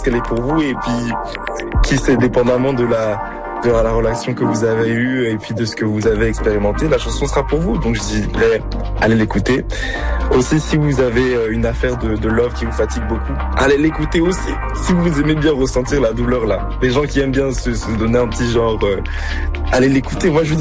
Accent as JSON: {"language": "French", "region": "Manitoba", "country": "Canada", "said": "je viens du Manitoba."}